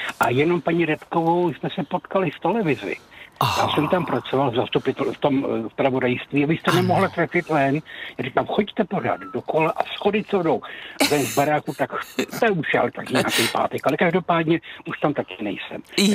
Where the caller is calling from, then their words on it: Prague, Czechia; Já jsem měl z Prahy 8